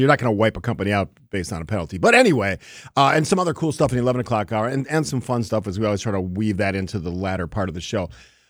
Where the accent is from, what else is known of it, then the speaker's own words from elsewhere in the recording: South West England, United Kingdom; born there; I was born on U.S. Air Force Base within an area, Wiltshire